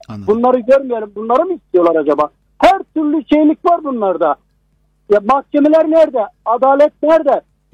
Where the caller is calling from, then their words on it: Istanbul, Turkey; ben İstanbul'dan arıyorum.